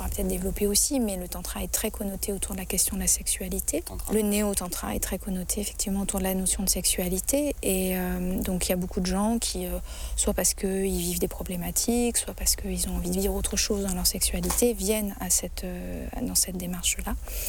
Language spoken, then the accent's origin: French; France; en tant que Française